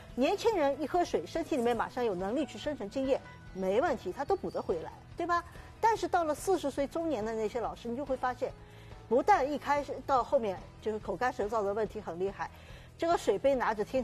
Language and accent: Chinese; China; 我们中国人